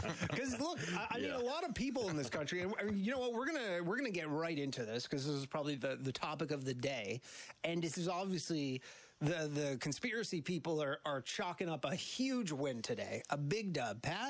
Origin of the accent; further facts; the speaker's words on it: Canada; now in United States; I'm Canadian